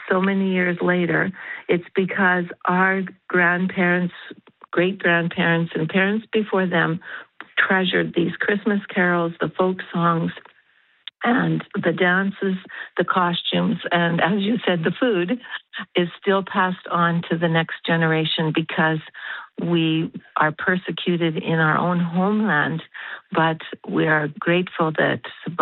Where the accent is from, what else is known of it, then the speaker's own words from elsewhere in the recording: Canada; born there; I'm a Canadian-born Ukrainian